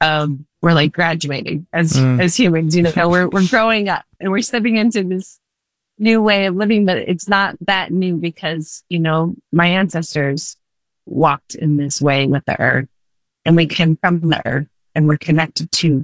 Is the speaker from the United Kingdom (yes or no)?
no; Silverton, Colorado, United States; also born or lived in Los Angeles; And I was raised in Silverton, Colorado. So I'm on big, beautiful mountains and peaks. And it always felt like home to me. Even when I moved to Los Angeles